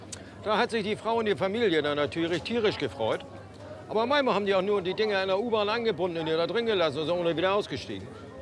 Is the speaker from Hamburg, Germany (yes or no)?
yes; Hamburg, Germany; Ich bin Hamburger mit ganzem Herzen. Ich bin geborener Ha